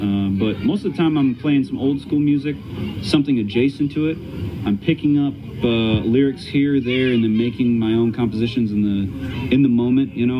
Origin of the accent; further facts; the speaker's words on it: Michigan, United States; I didn't come from that ilk. I didn't come from the Delta. I didn't come from Mississippi. I'm from Michigan